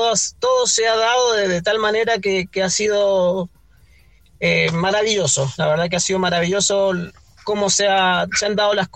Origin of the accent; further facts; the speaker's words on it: Argentina; now in Chile; Nosotros, bueno, en Argentina se acostumbra, no sé, los domingos juntarse o con la mamá, o con el papá